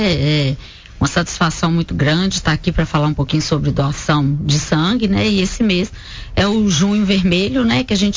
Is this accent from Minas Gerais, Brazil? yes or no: yes; Coronel Fabriciano, Minas Gerais, Brazil; born there; moved away as an adult; also born or lived in Juiz de Fora; Eu sou de Fabriciano, né? Nasci aqui, meus pais moram aqui.